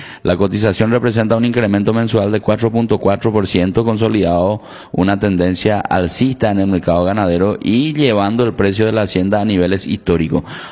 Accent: Paraguay; nuestra idiosincrasia como paraguayo es la de ser carnívoro prácticamente al 100%.

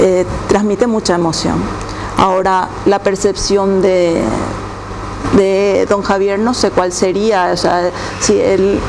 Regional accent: Paraguay; now in Asturias, Spain; esto es lo más parecido a mi país, a mi tierra.

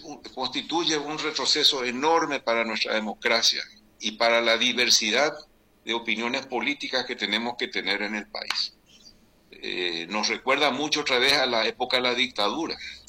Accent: Paraguay

